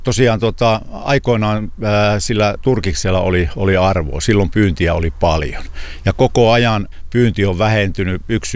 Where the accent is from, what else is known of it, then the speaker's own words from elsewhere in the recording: Central Finland, Finland; Meillä Keski-Suomessa